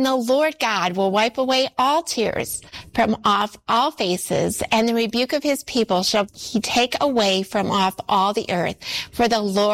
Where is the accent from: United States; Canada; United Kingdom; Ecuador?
Canada; moved away; It actually comes from my home country of Canada.